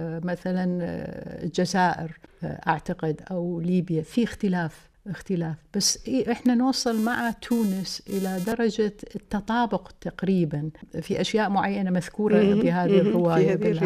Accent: Iraq; احنا مجموع المهندسات عندنا بالعراق

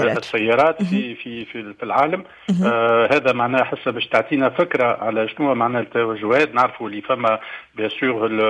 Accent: Tunisia

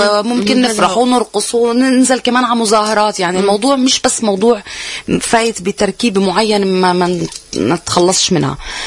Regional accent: Palestine; كفلسطينيين

